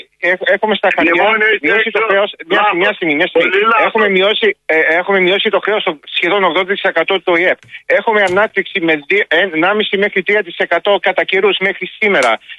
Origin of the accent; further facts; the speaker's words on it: Australia; also born or lived in Greece; Γεννήθηκα στην Ελλάδα μετά. Γύρισε η μάνα μου, παντρεύτηκε, μετά γύρισαμε Αυστραλία.